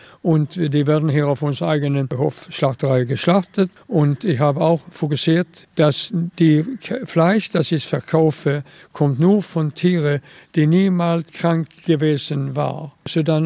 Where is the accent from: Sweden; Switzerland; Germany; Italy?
Sweden; Malmö, Skåne; born there; German is a second language; Ich bin in der Stadt Malmö geboren.